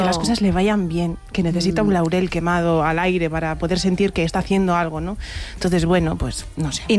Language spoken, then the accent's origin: Spanish; Galicia, Spain; Y, pero también soy gallega, ¿no?